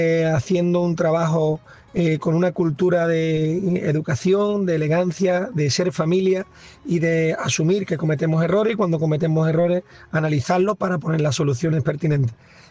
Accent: La Línea de la Concepción, Andalusia, Spain; en mi caso soy del campo de Gibraltar, de la línea de la Concepción.

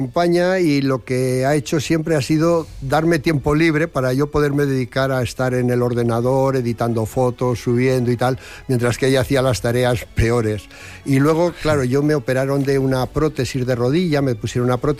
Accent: Briviesca, Castile and León, Spain; por mi pueblo, por Briviesca

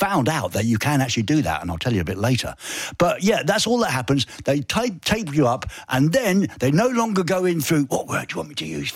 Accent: England, United Kingdom; You know, I'm an Englishman. I can take it.

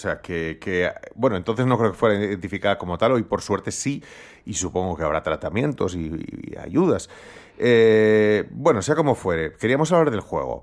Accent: Basque Country, Spain; Es decir, que soy un mal vasco.

